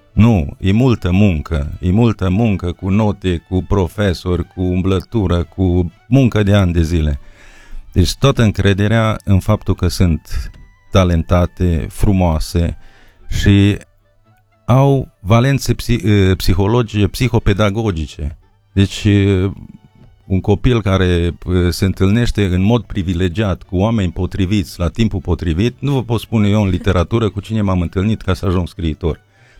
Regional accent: Feldru, Bistrița-Năsăud, Romania; moved away; suntem toți trei din Feld.

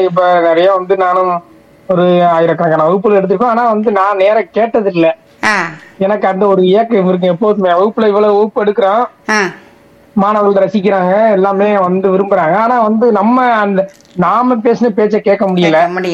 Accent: Karaikudi, Tamil Nadu, India; also born or lived in Mannargudi / Paramakudi; என்னுடைய சொந்த ஊர் வந்து எஸ் காரைக்குடி என்ற ஒரு ஊரு, சிற்றூர். நான் முத முதல்ல வேலை பார்த்தது வந்து மன்னார்குடி, அதுக்கப்புறம் வேலை பார்த்தது பரமக்குடி.

